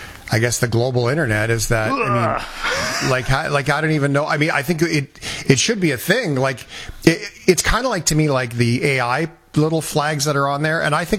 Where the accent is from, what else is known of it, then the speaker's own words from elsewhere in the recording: Canada; I think that's kind of what I meant when I said, like, as a Canadian, my experience of it.